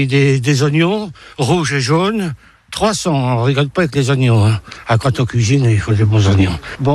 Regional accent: Normandy, France; Et je suis assez content parce que par ici, moi, je suis normand. Hein. Attention, je suis un viking.

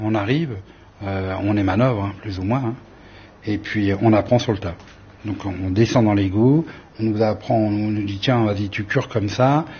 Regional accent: Ménilmontant, Île-de-France, France; Je sais que j'étais de Ménilmontant. Et je savais même pas qu'il y avait des gars de Ménilmontant qui travaillaient aux égouts, quoi.

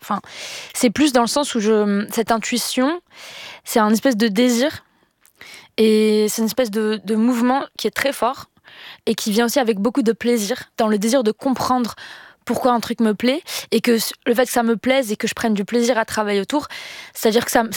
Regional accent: Morocco

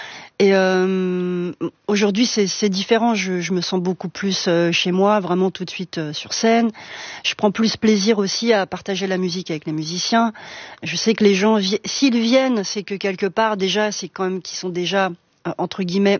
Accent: Villemomble, Île-de-France, France; also born or lived in Noisy-le-Sec; je suis née à Noisy-le-Sec, mais je n'y ai pas vécu du tout. Moi, j'ai vécu à Villemomble.

